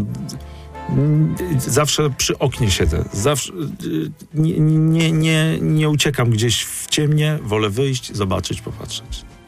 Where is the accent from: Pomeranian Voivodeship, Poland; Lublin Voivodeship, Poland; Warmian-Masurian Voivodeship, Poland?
Warmian-Masurian Voivodeship, Poland; pochodzę z Mazur, pochodzę z Warmii i Mazur, nie? Z małego miasta.